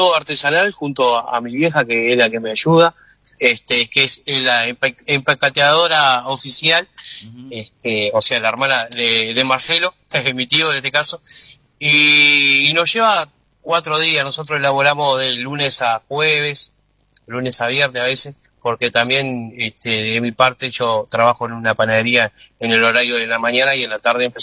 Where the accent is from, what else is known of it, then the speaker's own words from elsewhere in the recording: Tacuarembó, Uruguay; moved away as an adult; now in Sarandí Grande, Uruguay; como bien lo dijiste, soy oriundo de Tacuarembó. Nacido ahí, criado en la zona de Achar, y después, por motivos laborales, estamos viviendo en Sarandí Grande, Florida.